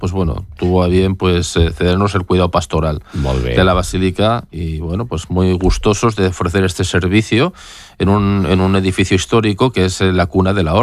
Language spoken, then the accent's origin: Catalan; Barcelona, Catalonia, Spain; els que som d'aquí